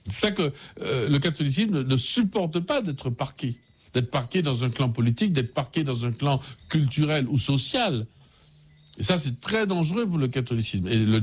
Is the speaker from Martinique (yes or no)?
yes; Martinique; Et tu dis, je suis de la France, la Martinique.